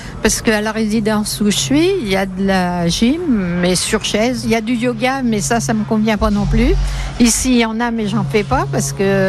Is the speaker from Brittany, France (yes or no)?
no; Tours, Centre-Val de Loire, France; born there; Je suis née à Tours déjà